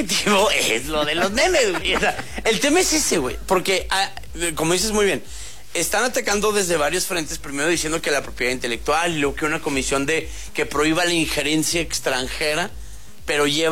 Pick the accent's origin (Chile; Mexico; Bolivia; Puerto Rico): Mexico; Chihuahua; Digo, yo soy chihuahuense, ajá